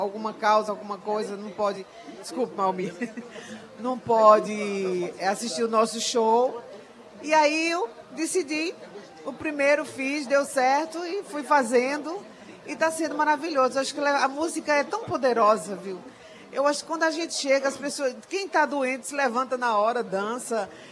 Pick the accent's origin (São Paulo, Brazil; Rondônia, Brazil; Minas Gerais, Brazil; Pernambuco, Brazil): Pernambuco, Brazil; Sertânia; Todo mundo da verdade, minha terra, a vovó. De Sertânia.